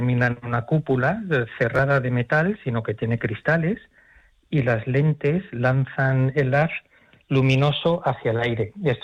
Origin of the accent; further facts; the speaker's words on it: Madrid, Community of Madrid, Spain; Pues soy de Madrid.